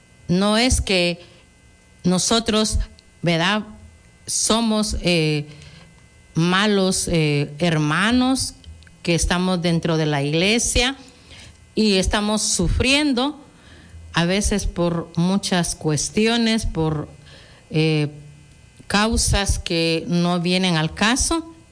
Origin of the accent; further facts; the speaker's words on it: Guatemala; todos como guatemaltecos debemos de también honrar a nuestra amada patria Guatemala.